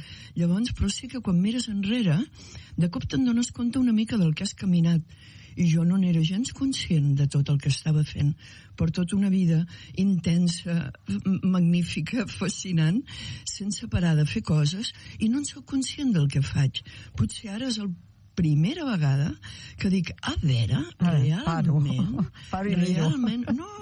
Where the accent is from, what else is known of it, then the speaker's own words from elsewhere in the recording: Calella, Catalonia, Spain; Mira, vaig néixer a Calella, vaig estudiar a Calella, em vaig enamorar a Calella. Vaig ser filla de dos artistes de Calella.